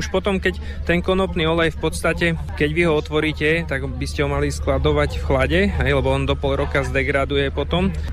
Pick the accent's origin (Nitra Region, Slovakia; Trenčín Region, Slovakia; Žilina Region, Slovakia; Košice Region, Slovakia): Žilina Region, Slovakia; Hubová; Naši predkovia ju pestovali u nás v Hubovej